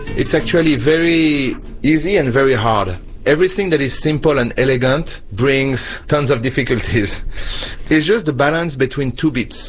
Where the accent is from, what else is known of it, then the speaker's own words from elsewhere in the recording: Fontainebleau, Île-de-France, France; I'm from Fontainebleau. Fontainebleau is like an hour south of Paris.